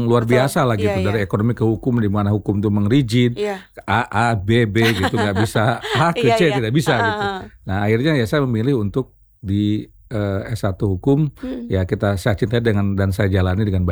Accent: Tasikmalaya, West Java, Indonesia; moved away as an adult; now in Kendari, Indonesia; lahir di Tasikmalaya, kemudian juga besar Tasikmalaya dan ya ketika sudah sekolah sudah lulus, ya ditempatkan di Bandung, kemudian ke Bukit Tinggi

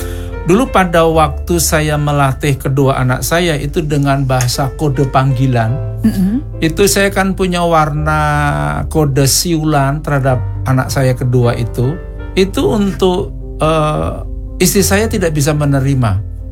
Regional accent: Solo, Central Java, Indonesia; Katakanlah kalau saya dari Solo itu kan suka sekali kepala, pundak, lutut, kaki, brutu, cakar, itu yang menyenangkan.

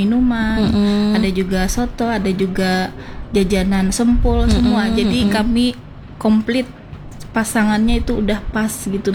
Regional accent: Banjar, South Kalimantan, Indonesia; Karena aku orang Banjar.

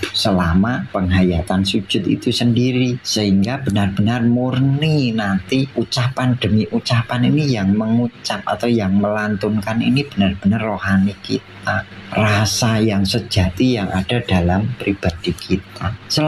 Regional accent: Java, Indonesia; khususnya kita orang Jawa

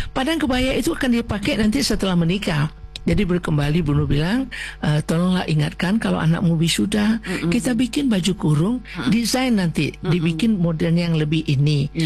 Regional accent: West Sumatra, Indonesia; Kalau kita Minang enggak pakai batik di bawah.

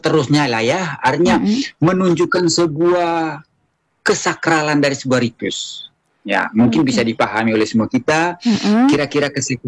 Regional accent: East Nusa Tenggara, Indonesia

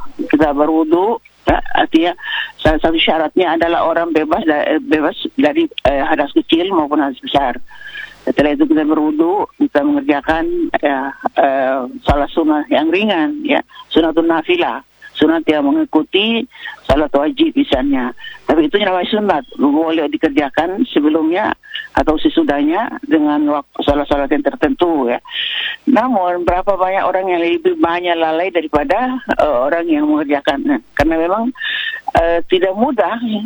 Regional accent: North Maluku, Indonesia; also born or lived in Ambon; Ternate itu suasananya kan beda ya, auranya beda karena memang di sini mayoritas muslim ya. Tapi secara budaya kita di Maluku Utara itu beda dengan di daerah lain

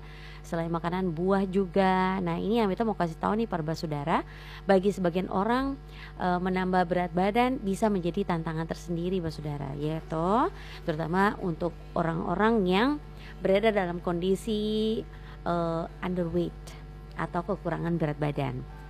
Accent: Ambon, Maluku, Indonesia; kalau kota Ambon, kota saya bisa bilang lah

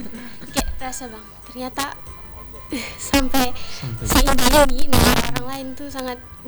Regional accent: Malaka, East Nusa Tenggara, Indonesia; now in Kupang, Indonesia; Saya dari Malaka dan sekarang saya belajar di kampus Uchiha Universitas Citra Bangsa Kupang.

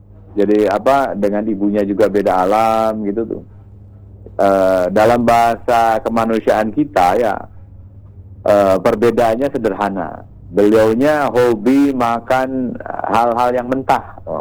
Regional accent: Cirebon, West Java, Indonesia; born there; di sekitar kampung saya lahir, namanya Kuta Koson

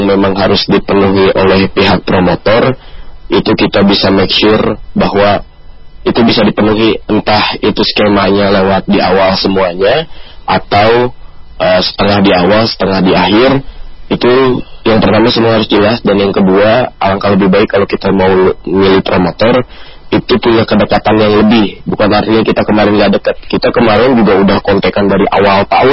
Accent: Indonesia; Jadi jangan merasa kecil hanya karena kita berasal dari Indonesia.

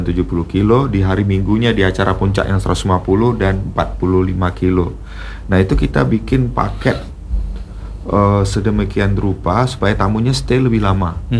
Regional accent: Tanjung Pinang, Riau Islands, Indonesia; Kemarin kan saya sempat kerja di Jakarta juga, teman-teman saya, "Abang dari mana?" "Saya dari Tanjung Pinang."

